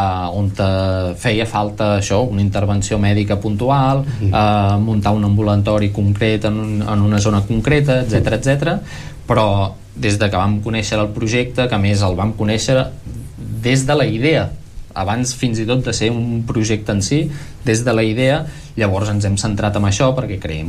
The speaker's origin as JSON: {"language": "Catalan", "town": "Tordera", "region": "Catalonia", "country": "Spain", "tie": "born or raised there", "said": "Jo sóc fill de Tordera"}